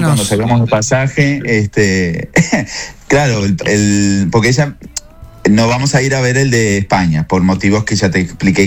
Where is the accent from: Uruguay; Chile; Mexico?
Uruguay; Maldonado; now in Miami, United States; yo soy de Maldonado. Punta del Este es una cosa, y donde yo vivía, Maldonado es otra.